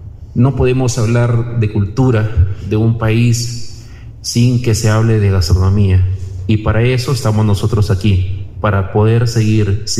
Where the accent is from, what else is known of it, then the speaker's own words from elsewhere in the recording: Piura, Peru; nosotros, los piuranos